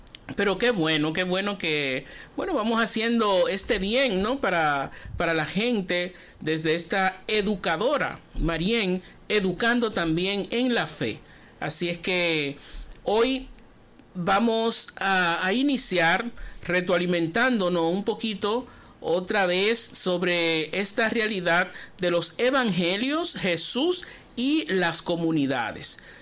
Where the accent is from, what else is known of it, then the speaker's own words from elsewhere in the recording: Boca Chica, Santo Domingo, Dominican Republic; en mi pueblo Boca Chica, en Santiago